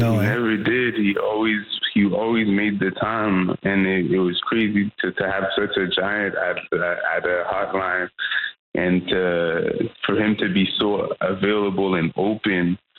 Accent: Montreal, Quebec, Canada; as a black musician growing up in Montreal

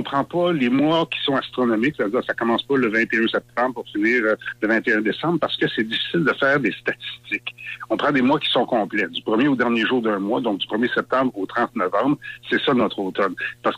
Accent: Quebec, Canada; chez nous, au Québec

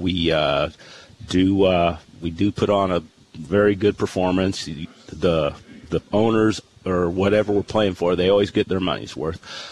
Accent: Buffalo, Illinois, United States; born there; I was born in Buffalo, Illinois, about 15 miles.

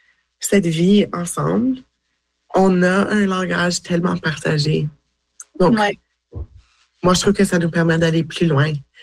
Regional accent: Manitoba, Canada; Puis, tu sais, moi, je viens du Manitoba.

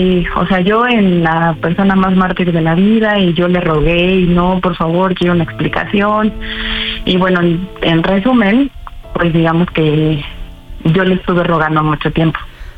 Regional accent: Iztapalapa, Mexico City, Mexico; Tengo 29 años y soy de Iztapalapa.

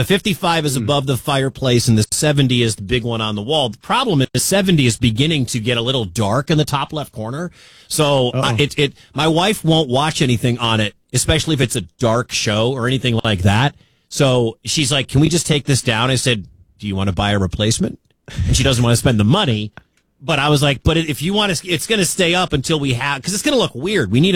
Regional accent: Detroit, Michigan, United States; I'm from Detroit. I grew up a Michigan fan. I root for the Maize and Blue.

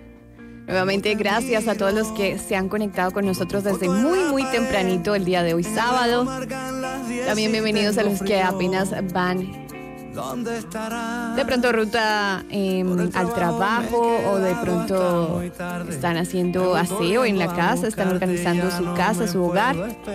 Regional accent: Barranquilla, Atlántico, Colombia; hoy estoy muy orgullosa de nosotros como barranquilleros

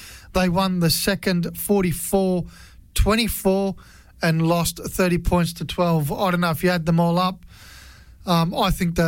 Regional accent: Queensland, Australia; because I'm a Queenslander.

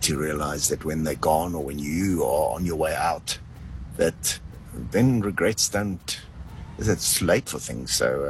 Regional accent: Durbanville, Western Cape, South Africa; from Durbanville.

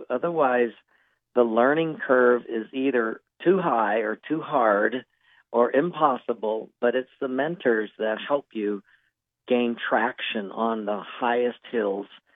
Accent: Palolo, Hawaii, United States; also born or lived in Japan; And it was a great time of memories of playing in the Palolo

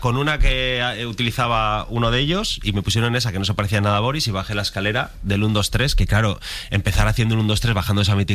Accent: León, Castile and León, Spain; mi padre es de un pueblo de León, mi madre es de Astorga, mi padre en un pueblo que se llama Hospital de Órbigo, y hemos vivido siempre en León, ¿no?

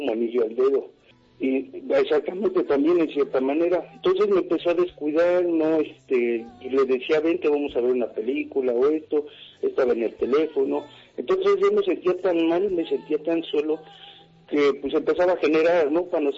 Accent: Naucalpan de Juárez, State of Mexico, Mexico; Yo soy de Naucalpan de Juárez.

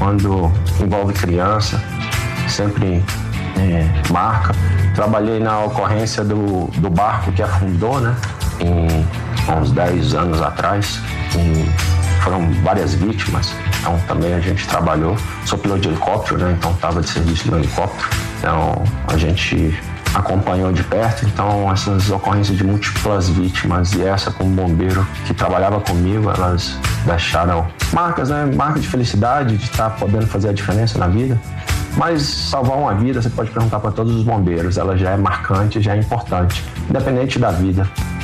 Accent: Brasília, Federal District, Brazil; also born or lived in Bahia / Goiás; nascido, morava em Taguatinga, nasci no hospital de base, passei um pouco da minha infância lá em Taguatinga, depois já juventude. Morei fora de Brasília, morei 4 anos na Bahia, morei 4 anos em Goiás, mas desde 90 fixo em Brasília.

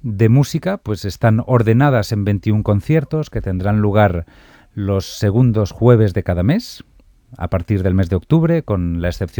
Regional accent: Valencia, Valencian Community, Spain; also born or lived in Santiago de Compostela; de mi ámbito local de Valencia, de donde yo soy y donde vivía en aquel momento

